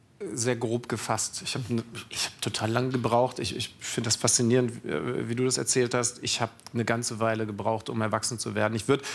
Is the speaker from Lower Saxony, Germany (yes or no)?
yes; Lower Saxony, Germany; moved away as an adult; Nee, jetzt bin ich ja in der Nähe von Wolfsburg groß geworden.